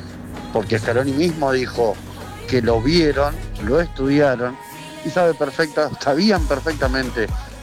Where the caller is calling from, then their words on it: Alejandro Korn, Buenos Aires Province, Argentina; camionero, llegando a Río Gallegos.